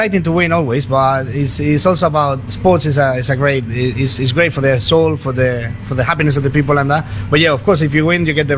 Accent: Benidorm, Valencian Community, Spain; English is a second language; now in London, United Kingdom; I'm actually from Benidorm.

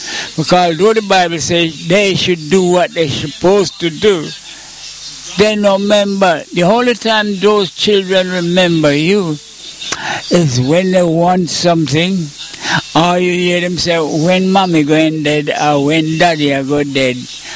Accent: Jamaica; I'm Jamaican, did you know that? I bet you didn't know it.

